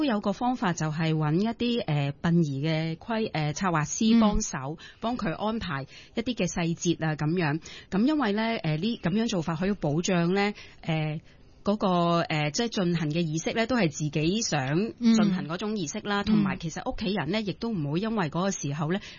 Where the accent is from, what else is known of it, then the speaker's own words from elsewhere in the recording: China; 咁但係有好多時候，可能我哋中國人啊，都比較難於啟齒嘅。